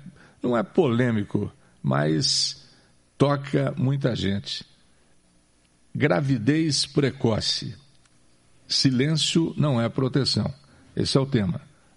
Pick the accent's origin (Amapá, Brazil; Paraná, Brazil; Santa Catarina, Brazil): Paraná, Brazil; aqui do nosso estado do Paraná